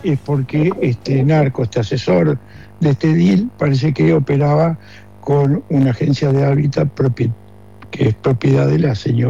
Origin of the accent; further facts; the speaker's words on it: Uruguay; yo creo mucho en mi país, creo mucho en mis políticos de todos los partidos, creo en la institución aquí en Uruguay